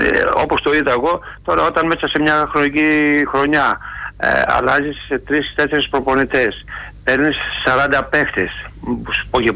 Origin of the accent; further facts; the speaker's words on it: Elassona, Thessaly, Greece; Εγώ είμαι από Ελασσόνα, πιο πάνω από την Λάρισα.